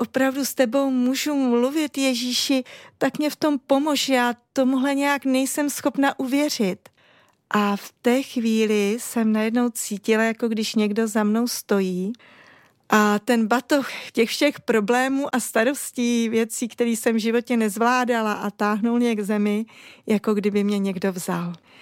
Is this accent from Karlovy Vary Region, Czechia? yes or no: no; Pardubice, Pardubice Region, Czechia; jsem z Pardubic, z církve bratrské a učím na základní křesťanské škole Noé na prvním stupni.